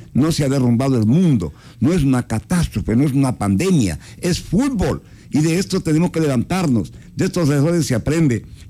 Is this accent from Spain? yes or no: no; Ecuador